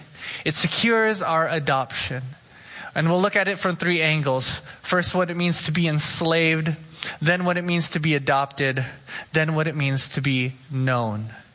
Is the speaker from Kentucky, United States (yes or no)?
no; Oxnard, California, United States; I know. I grew up in Oxnard. I drove a Toyota Matrix and gas was too expensive.